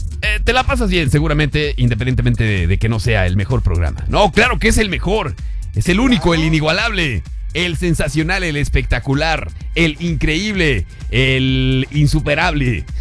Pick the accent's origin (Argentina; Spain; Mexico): Mexico; Como decimos los mexicanos, todo en diminutivo.